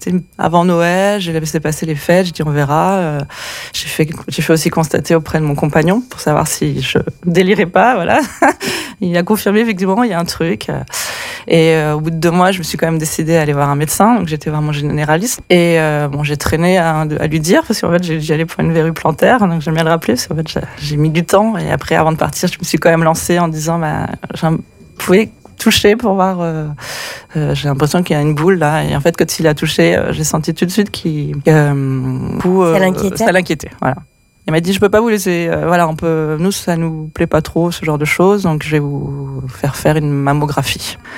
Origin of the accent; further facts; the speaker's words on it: Tours, Centre-Val de Loire, France; also born or lived in Drôme; Et avant ça, je suis originaire de Tours, bon, château de la Loire.